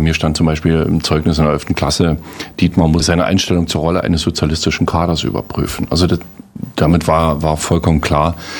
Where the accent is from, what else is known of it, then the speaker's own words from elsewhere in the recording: Forst, Brandenburg, Germany; Ich muss mal kurz erklären, damit man mal die Ausmaße in meiner Heimatstadt Forst vielleicht mal ermessen kann.